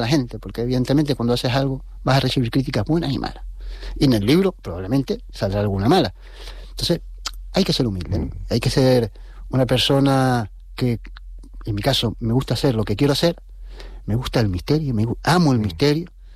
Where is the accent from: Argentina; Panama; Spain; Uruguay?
Spain; La Orotava, Canary Islands; born or raised there